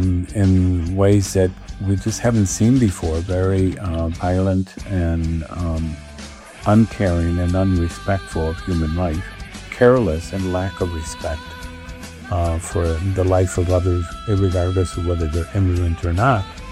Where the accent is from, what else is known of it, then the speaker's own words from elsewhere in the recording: Chicago, Illinois, United States; I grew up here in Pilsen, down the street, but I got many places since then.